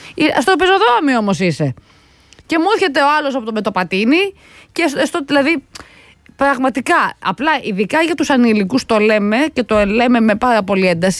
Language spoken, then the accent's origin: Greek; Peloponnese, Greece; κάτω στην Πελοπόννησο, στο χωριό μου